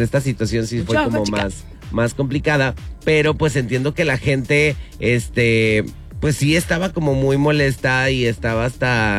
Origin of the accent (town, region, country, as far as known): Mexico